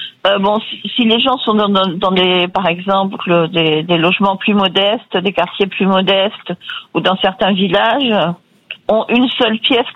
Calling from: Andalusia, Spain; Moi, j'habite en Andalousie depuis 30 ans

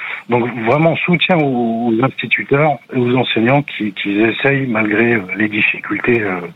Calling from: Montreuil, Île-de-France, France; je vous appelle de Montreuil.

